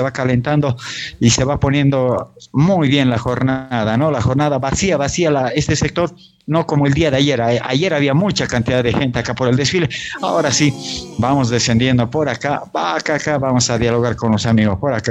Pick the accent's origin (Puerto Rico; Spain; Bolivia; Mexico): Bolivia; A ver, como bolivianos, ¿qué será lo mejor?